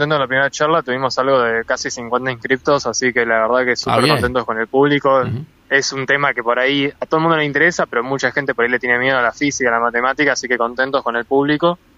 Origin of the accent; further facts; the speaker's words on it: Concepción del Uruguay, Entre Ríos, Argentina; moved away as an adult; also born or lived in La Plata; Sí, yo soy de Concepción del Uruguay, viví toda mi vida acá